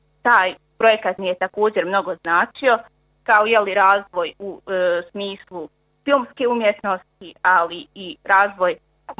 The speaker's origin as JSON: {"language": "Bosnian", "town": "Srebrenica", "region": "Republika Srpska", "country": "Bosnia & Herzegovina", "said": "Dolazim i ja iz Srebrenice, moja porodica je iz Srebrenice."}